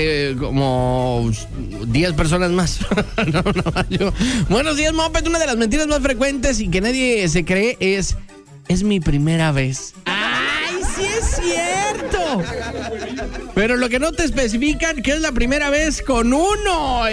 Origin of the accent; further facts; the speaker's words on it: Mexico; decimos los mexicanos